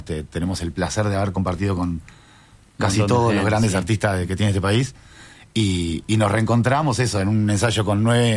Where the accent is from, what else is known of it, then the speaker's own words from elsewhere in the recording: Montevideo, Uruguay; nosotros somos de Montevideo